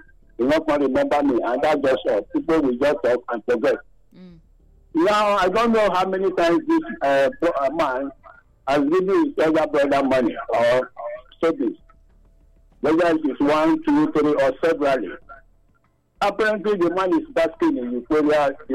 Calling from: Nigeria; I'm calling from Ogbesha Community.

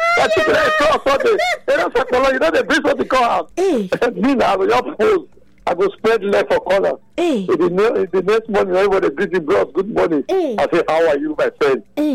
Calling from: Nigeria; I'm calling from Mogigi.

